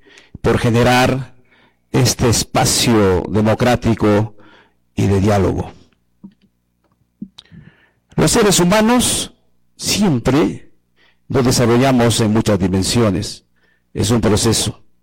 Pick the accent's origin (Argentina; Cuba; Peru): Peru; Coracora, Ayacucho; moved away; also born or lived in Puyo; nuestra tierra Coracora